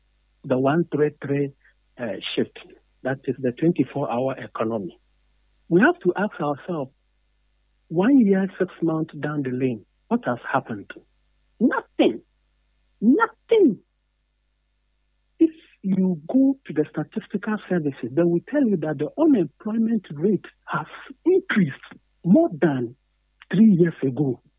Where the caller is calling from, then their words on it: Takoradi, Western Region, Ghana; I'm in Takoradi.